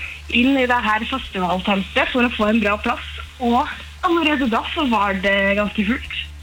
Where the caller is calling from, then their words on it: Innlandet, Norway; som hedmarking